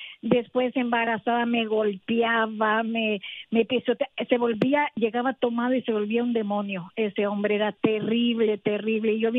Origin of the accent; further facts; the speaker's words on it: El Salvador; nosotros somos del Salvador, y me dicen sí.